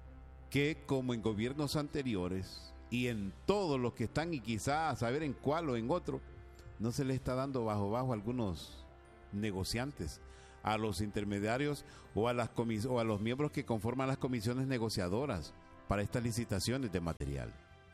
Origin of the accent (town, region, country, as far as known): Honduras